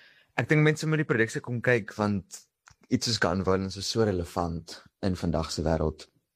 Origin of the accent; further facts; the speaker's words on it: Durbanville, Western Cape, South Africa; Ek is van Durbanville.